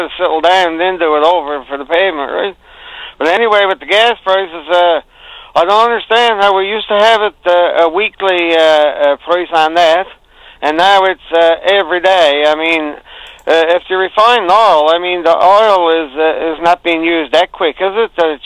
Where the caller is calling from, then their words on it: Rock Harbour, Newfoundland and Labrador, Canada; from Rock Harbor on Bjorn Peninsula, long-time caller